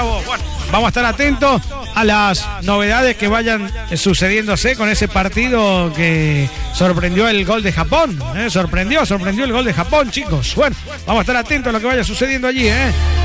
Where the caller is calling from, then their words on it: Río Tercero, Córdoba, Argentina; Buenas tardes, tío … de Río Tercero.